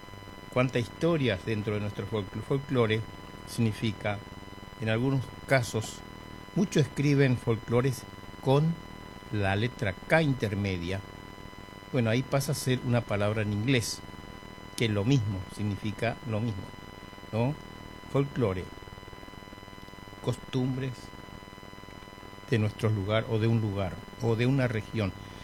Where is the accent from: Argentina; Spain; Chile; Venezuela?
Argentina; Buenos Aires; como yo, me crié en Buenos Aires